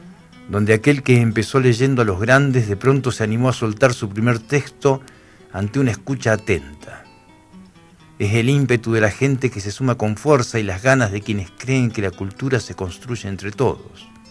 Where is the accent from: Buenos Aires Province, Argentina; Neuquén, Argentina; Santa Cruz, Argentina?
Santa Cruz, Argentina; Pico Truncado; moved away as an adult; also born or lived in Entre Ríos / Buenos Aires / Catamarca / Salta; yo soy de Pico Truncado, estuve trabajando en Entre Ríos, en Buenos Aires, en Catamarca, en Salta. ¿Y dónde termino mis últimos años? De vuelta a mi tierra.